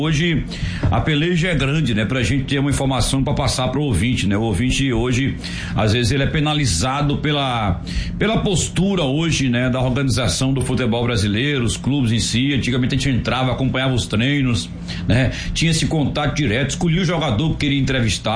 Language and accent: Portuguese; Jacobina, Bahia, Brazil; Eu, na minha época, eu cresci em Jacobina, ouvindo rádio, ouvindo Rádio Sociedade da Bahia, ouvindo Rádio Globo, Rádio Tupi e as rádios da capital.